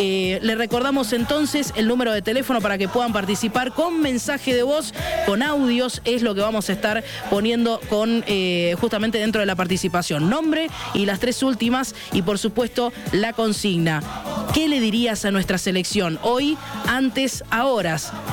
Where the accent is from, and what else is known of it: Argentina